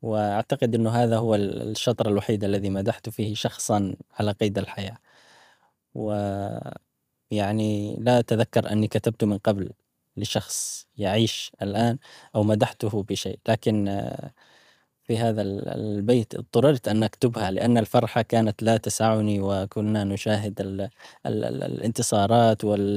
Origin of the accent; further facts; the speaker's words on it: Ibb, Yemen; born there; moved away as an adult; also born or lived in Sanaa; أنا لست من صنعاء، أنا من إب، ولكن بعد أن أكملت الثانوية انتقلت إلى صنعاء، وكان انتقال من ريف إلى مدينة، ولم أجلس فيها إلا شهر تقريبا أو شهرين، وبعدها سقطت العاصمة فعدت إلى الريف